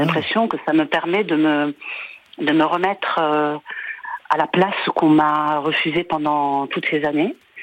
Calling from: Marseille, Provence-Alpes-Côte d'Azur, France; J'appelle de Marseille, la Belle.

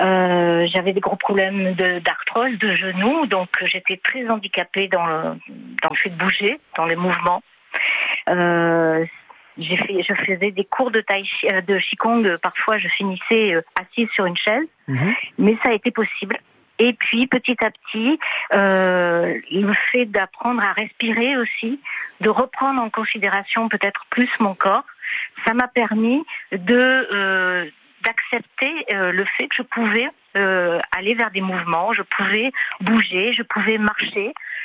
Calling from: Nouvelle-Aquitaine, France; d'un endroit merveilleux, j'appelle depuis le bassin d'Arcachon.

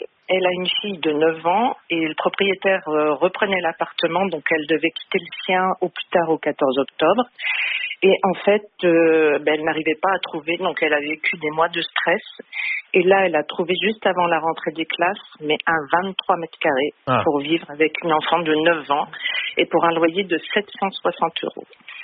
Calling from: Nantes, Pays de la Loire, France; J'appelle de Nantes

